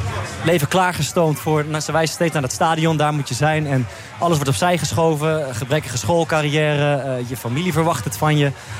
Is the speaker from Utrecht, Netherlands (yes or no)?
yes; Amersfoort, Utrecht, Netherlands; Voor mij was het ook, ik kwam als een jongen uit Amersfoort.